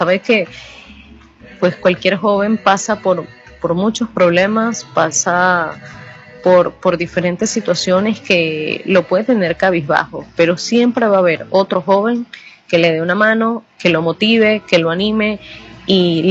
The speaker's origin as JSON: {"language": "Spanish", "country": "Venezuela", "said": "Yo creo que como Iglesia venezolana estamos llamados a esto, a ponernos en camino con los jóvenes"}